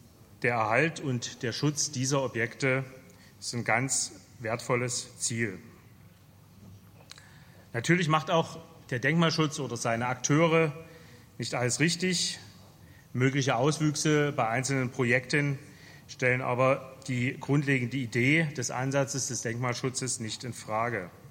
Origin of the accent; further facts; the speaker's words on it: Dresden, Saxony, Germany; Der Exkurs in meine Heimatstadt Dresden